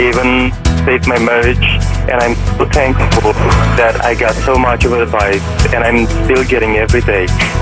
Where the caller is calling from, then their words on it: Phoenix, Arizona, United States; I'm calling from Phoenix, Arizona.